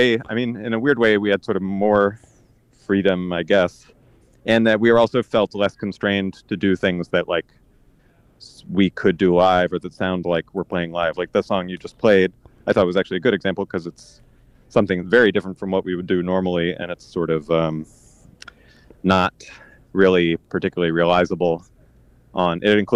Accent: Iowa, United States; also born or lived in Baltimore; now in Berlin, Germany; I grew up in Eastern Iowa, and Madison was the sort of local hub for anything sort of cool.

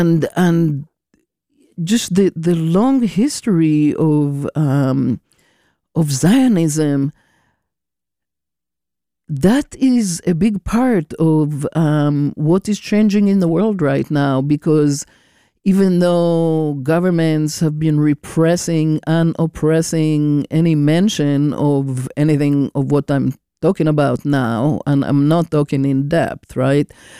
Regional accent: Israel; you probably know that I was born and raised in Israel

